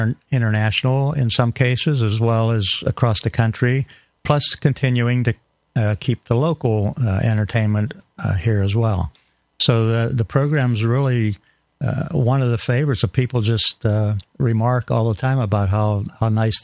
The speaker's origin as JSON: {"language": "English", "region": "Pennsylvania", "country": "United States", "tie": "born or raised there", "said": "Started out in Pennsylvania. I grew up in Pennsylvania, west central PA in the mountains. Went to college at Penn State for law enforcement and corrections."}